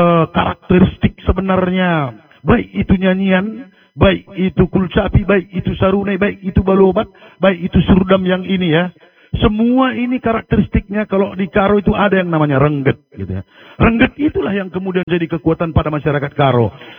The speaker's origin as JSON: {"language": "Indonesian", "region": "West Java", "country": "Indonesia", "said": "Tapi di daerah saya, daerah Sunda juga ada kecapi."}